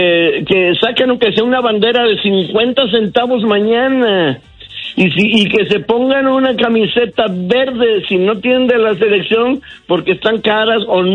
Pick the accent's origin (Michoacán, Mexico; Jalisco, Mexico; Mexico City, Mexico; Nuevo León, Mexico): Jalisco, Mexico; Guadalajara; yo soy de Guadalajara, en la Glorita Minerva, en el Zócalo, en todos